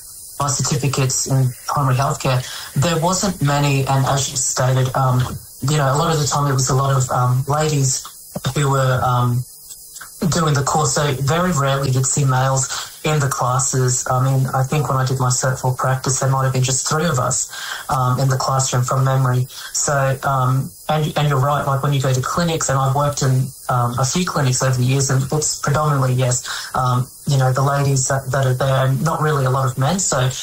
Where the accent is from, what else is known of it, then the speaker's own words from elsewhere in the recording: Bundaberg, Queensland, Australia; I grew up in Bundaberg, my hometown.